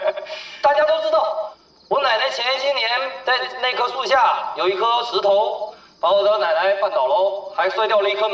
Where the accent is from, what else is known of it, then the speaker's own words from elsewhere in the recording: China; 我是生在百宜，长在百宜。